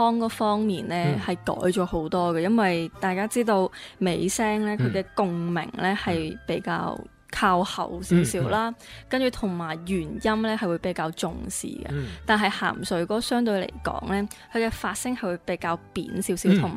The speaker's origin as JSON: {"language": "Cantonese", "country": "Macau", "said": "但是都是澳门人嘛，我也是澳门人"}